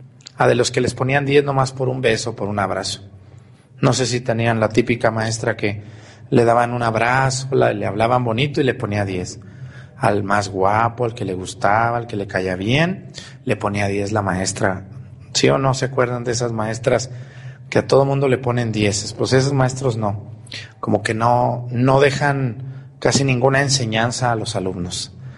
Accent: Mexticacán, Jalisco, Mexico; moved away; Un saludo a la secundaria técnica número 23 de mi pueblo de Mesticacán, que está cumpliendo 50 años este año, por cierto.

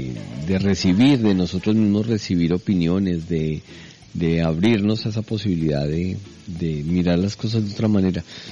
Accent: Colombia; Además estuve por allá, como decimos en Colombia, de pataperro me fui al partido de Colombia a México

